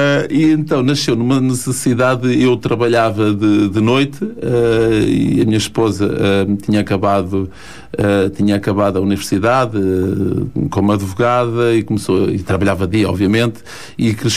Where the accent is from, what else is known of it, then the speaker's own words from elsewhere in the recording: Mafra, Lisbon, Portugal; also born or lived in Torres Vedras; eu sou natural do Barril, que é do concelho de Mafra, fica a cerca de 15 a 6 quilómetros daqui.